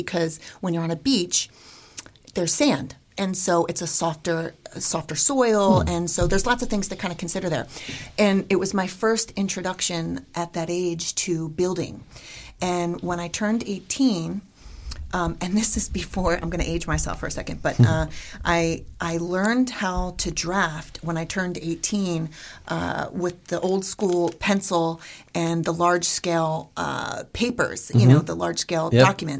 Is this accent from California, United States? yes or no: no; New Jersey, United States; So I grew up on the East Coast. I grew up in South Jersey.